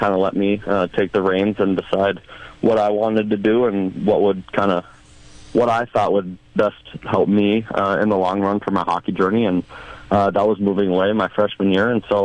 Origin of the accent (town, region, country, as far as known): Pierre, South Dakota, United States; born or raised there; moved away